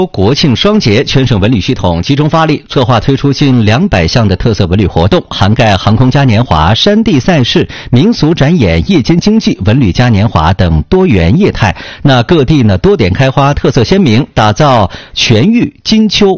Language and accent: Chinese; Jilin, China; 我们吉林人作为东道主